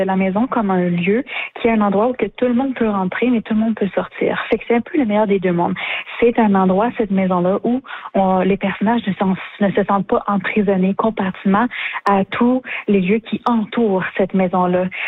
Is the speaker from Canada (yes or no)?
yes; Hearst, Ontario, Canada; Comme moi, étant une jeune personne neuroatypique, queer, j'ai grandi à Earth, c'est sûr que ça n'a pas été super facile.